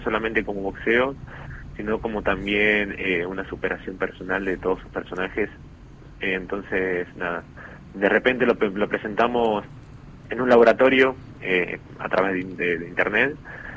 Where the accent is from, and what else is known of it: La Rioja, Argentina